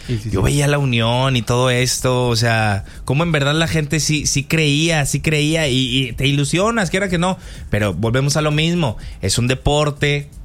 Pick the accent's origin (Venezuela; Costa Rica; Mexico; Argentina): Mexico